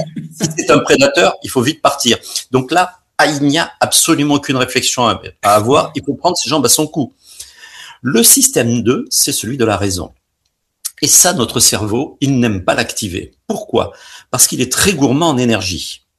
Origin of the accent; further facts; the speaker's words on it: Perpignan, Occitanie, France; moved away as an adult; also born or lived in Jura / Paris; now in Perpignan, France; Je suis né à Perpignan. J'ai après un cursus dans mes études d'optique dans le Jura, puis j'ai travaillé à Paris et je suis revenu donc en 1989 à Perpignan.